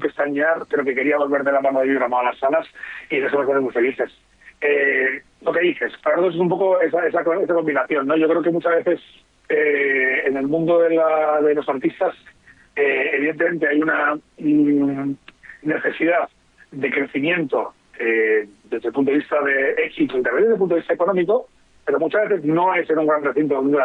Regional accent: Navarre, Spain; somos de provincias y al final soy navarro y al final he vivido en capitales de provincia.

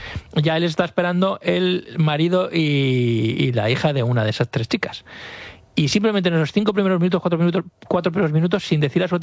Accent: El Pozuelo, Castilla-La Mancha, Spain; porque en mi pueblo, en el Pozuelo, hay una sima

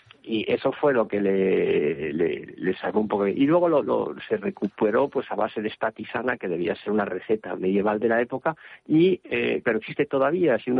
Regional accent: Spain

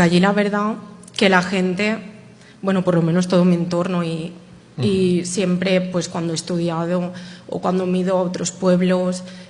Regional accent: L'Alcúdia, Valencian Community, Spain; moved away as an adult; now in La Pedraja de Portillo, Spain; yo vengo de Valencia.

